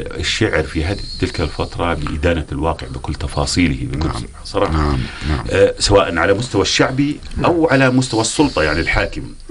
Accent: Aima, Tafilah Governorate, Jordan; قريتنا عيمي اللي أنا منها

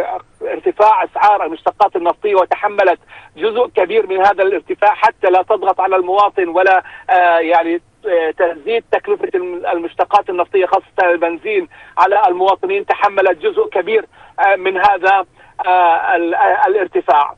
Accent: Jordan

